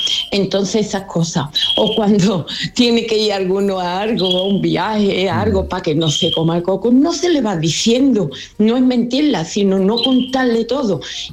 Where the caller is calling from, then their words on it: Dos Hermanas, Andalusia, Spain; Buenos días, Rafa y compañía. … de Dos Hermanas.